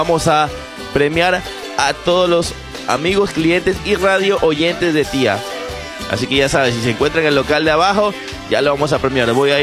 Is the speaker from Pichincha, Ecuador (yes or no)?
yes; Quito, Pichincha, Ecuador; now in Guayaquil, Ecuador; soy de Quito